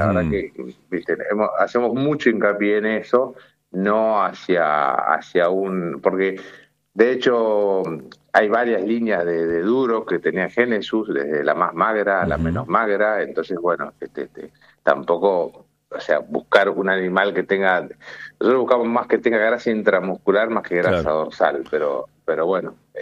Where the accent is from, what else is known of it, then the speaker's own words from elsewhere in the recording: San Antonio de Areco, Buenos Aires Province, Argentina; Areco es un pueblo muy tradicional. Bueno, yo soy nacido y criado acá, así que soy muy orgulloso de mi pueblo.